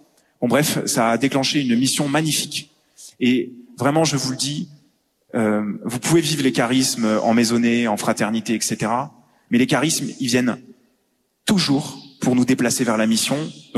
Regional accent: Montpellier, Occitanie, France; moved away as an adult; now in Morocco; On est de Montpellier, enfin, avant d'aller au Maroc

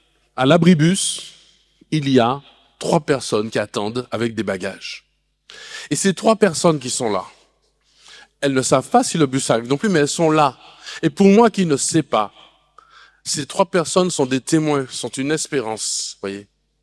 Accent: Martinique, France

